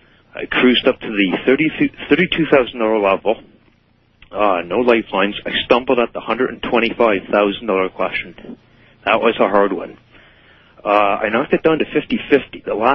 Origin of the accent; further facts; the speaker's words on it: Canada; And I'm Canadian.